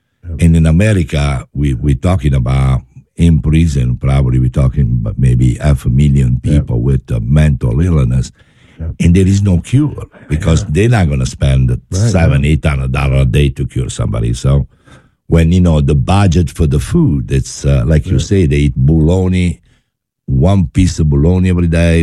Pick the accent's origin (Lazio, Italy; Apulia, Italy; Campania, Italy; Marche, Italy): Campania, Italy; Naples; English is a second language; now in United States; Yeah, born in Naples and raised in Napoli.